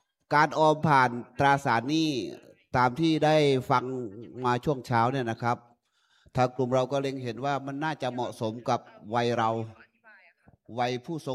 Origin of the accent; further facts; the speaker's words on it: Mueang Buriram, Buriram, Thailand; บ้านเกิดก็คนบุรีรัมย์อำเภอเมืองนะ